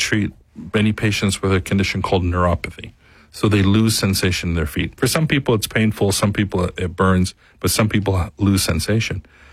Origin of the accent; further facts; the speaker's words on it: Canada; I am from Canada. I grew up north of here, but yeah.